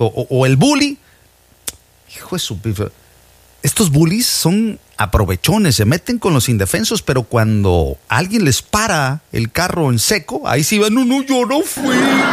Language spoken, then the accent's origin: Spanish; Veracruz, Mexico; yo soy de Veracruz